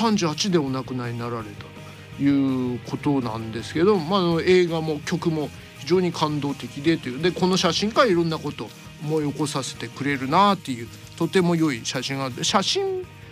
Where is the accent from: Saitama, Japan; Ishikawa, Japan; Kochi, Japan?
Ishikawa, Japan; born there; 小学生の時石川県に住んでると